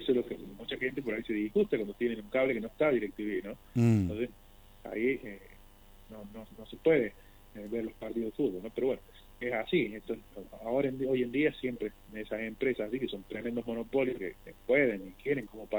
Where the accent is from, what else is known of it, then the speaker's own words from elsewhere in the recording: Argentina; nosotros como argentinos hinchamos para cualquier equipo argentino